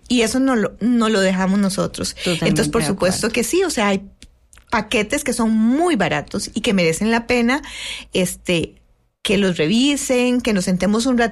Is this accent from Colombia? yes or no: no; Costa Rica; A Europa, como ticos, como costarricenses, no ocupamos visas, entonces simplemente ocupamos el pasaporte.